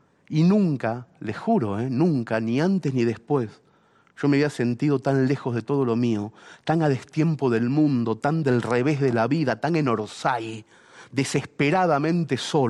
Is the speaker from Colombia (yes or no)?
no; Argentina; moved away; Los taxistas, al escuchar mi acento, querían saber cómo es posible, tío, un país tan rico, gente tan culta. Argentina se estaba yendo a la mierda como siempre, es decir, más que nunca, pero esta vez yo no estaba.